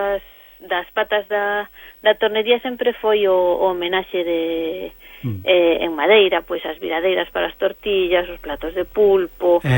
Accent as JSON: {"language": "Galician", "town": "A Estrada", "region": "Galicia", "country": "Spain", "said": "Do lugar de Ulla, da parroquia de Berres na Estrada, e que xa era torneiro."}